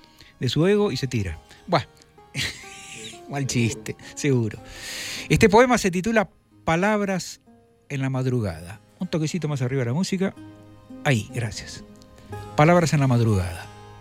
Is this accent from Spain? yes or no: no; Argentina; Encima que soy argentino, se me suma y yo...